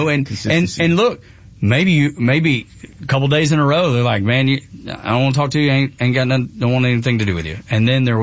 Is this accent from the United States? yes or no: yes; Dalton, Georgia, United States; growing up in Northwest Georgia, it was the people that owned the carpet mills. I'm from Dalton, which is carpet capital of the world